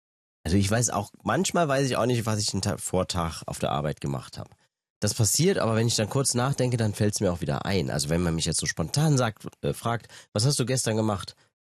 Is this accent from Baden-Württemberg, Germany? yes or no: no; Trier, Rhineland-Palatinate, Germany; Ja, ich bin aus Trier.